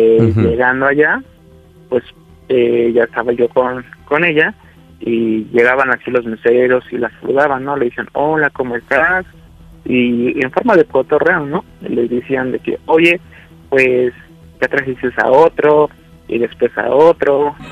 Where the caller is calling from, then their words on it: Puebla, Mexico; Tengo 24 años y soy de la ciudad de Puebla.